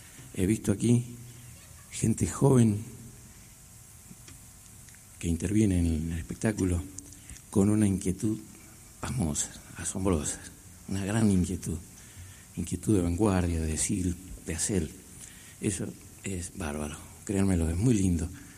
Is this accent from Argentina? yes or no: yes; Argentina; Nosotros somos músicos argentinos